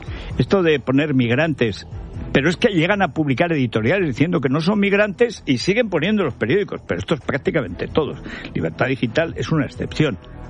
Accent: Aragon, Spain; en España, pues desde la de mi pueblo, la Virgen del Tremedal

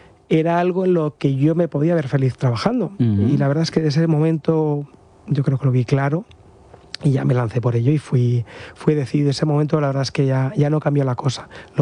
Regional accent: Madrid, Community of Madrid, Spain; Pues sí, yo nací en Madrid, mi familia, desde que nacimos mi hermano y yo, vivimos en Madrid.

